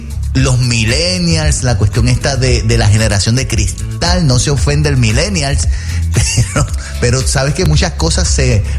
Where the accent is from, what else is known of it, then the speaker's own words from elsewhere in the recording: Bayamón, Puerto Rico; de donde yo soy, allá en Bayamón, yo no lo vi. Yo estudié en la intermedia y en la escuela superior en Cacique Guaybana, en Bayamón.